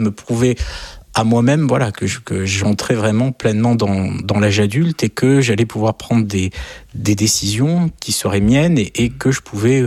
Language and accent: French; France; Je suis français, je vis en France.